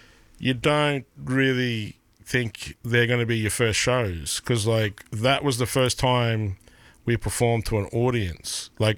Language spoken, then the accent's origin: English; Shepparton, Victoria, Australia; As a kid growing up in Shepparton, you just want to not be bored, so you're into everything.